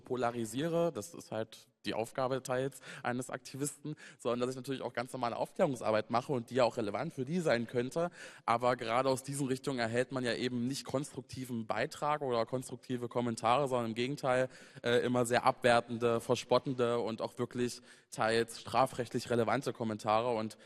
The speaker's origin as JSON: {"language": "German", "region": "Saxony-Anhalt", "country": "Germany", "said": "ich meine, ich komme ja aus dem Saalekreis, ich komme aus einer Region, in der jetzt der Mainstream jetzt nicht so der ist wie in der Bundespolitik"}